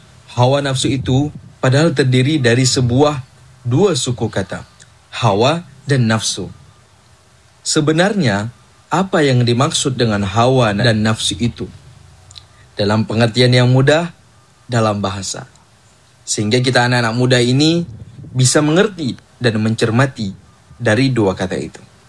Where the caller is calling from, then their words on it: Banda Aceh, Aceh, Indonesia; Saya berasal dari kota Banda Aceh.